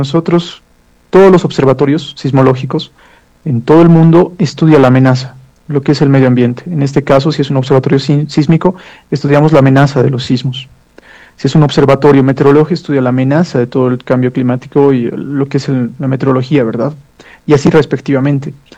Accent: Bolivia; en mi país, por lo menos en Bolivia, lo manejamos con mucho cuidado

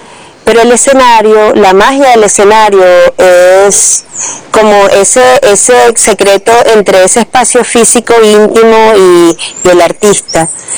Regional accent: Caracas, Capital District, Venezuela; Yo vengo también de San Agustín del Norte. Y cuando yo estudiaba en el Liceo Andrés Bello, ese fue mi liceo, liceo de mucha gente, artista también, yo recuerdo que bailábamos por toda la ciudad en lo que llamábamos los matinés.

